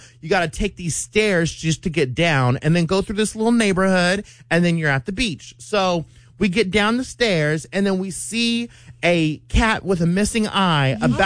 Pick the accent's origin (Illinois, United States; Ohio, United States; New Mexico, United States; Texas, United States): Texas, United States; Dallas; because I'm from Oak Cliff.